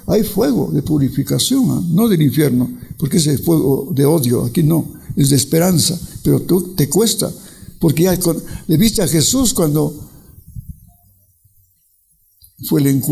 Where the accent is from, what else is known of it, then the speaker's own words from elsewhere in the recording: Ibarra, Imbabura, Ecuador; soy de Ibarra.